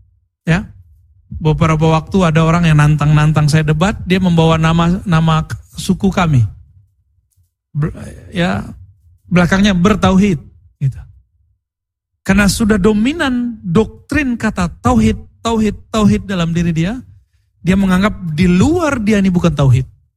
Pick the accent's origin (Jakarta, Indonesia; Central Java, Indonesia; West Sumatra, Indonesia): West Sumatra, Indonesia; Bukittinggi; Muhammad Hatta, orang kampung saya.